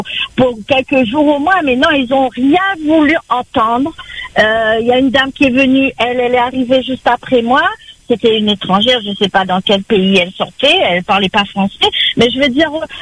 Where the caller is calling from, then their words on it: France; on est français ou quoi, nous?